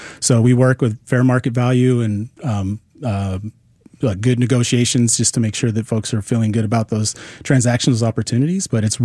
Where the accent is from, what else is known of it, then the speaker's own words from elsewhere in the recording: Willamette Valley, Oregon, United States; I grew up in the Willamette Valley